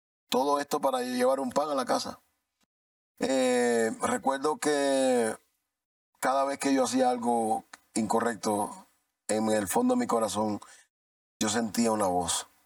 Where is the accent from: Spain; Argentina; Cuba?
Cuba; moved away; el país de donde yo soy, que es Cuba